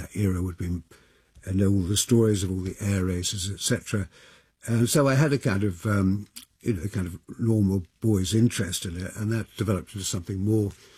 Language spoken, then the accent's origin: English; South East England, United Kingdom; So I was brought up in Kent, my father was in the RAF